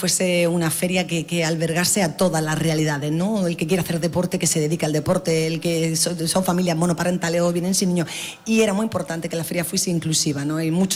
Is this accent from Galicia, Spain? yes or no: no; Almería, Andalusia, Spain; yo soy almeriense antes de ser alcaldesa, almeriense